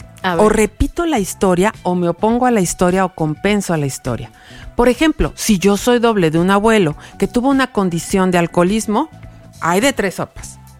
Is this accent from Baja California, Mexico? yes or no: no; Zacatecas, Mexico; ajá, tienen que comer queso. Porque venimos de Zacatecas, entonces, ajá, y en el rancho siempre había queso